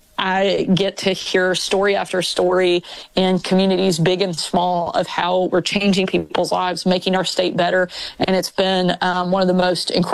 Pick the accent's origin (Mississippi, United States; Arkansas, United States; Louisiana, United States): Arkansas, United States; I was born and raised in Arkansas. I love this state. This is home for us.